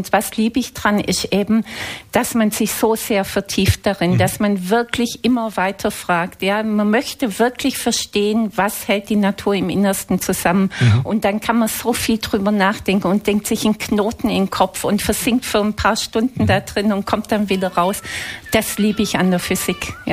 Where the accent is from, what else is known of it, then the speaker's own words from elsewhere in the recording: Swabia, Germany; Ich habe erst mal dann als Schwäbin was Pragmatisches studiert